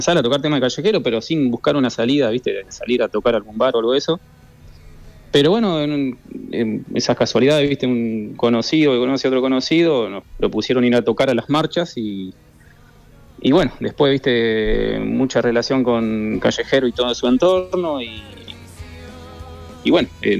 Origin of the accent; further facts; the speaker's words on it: Santa Fe, Argentina; somos de Santa Fe